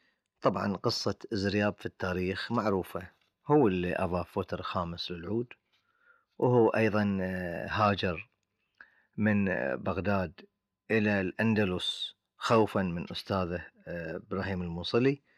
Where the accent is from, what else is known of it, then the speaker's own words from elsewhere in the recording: Bahrain; accent: Bahraini; اللبان طبعا معروف عنه لأسامي كثيرة في لهجتنا البحرينية